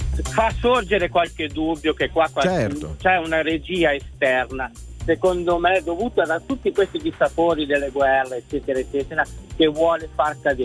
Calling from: Parma, Emilia-Romagna, Italy; chiamo Parma.

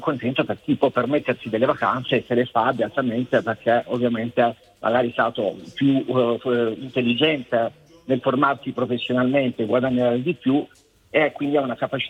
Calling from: Taranto, Apulia, Italy; Io chiamo da Taranto.

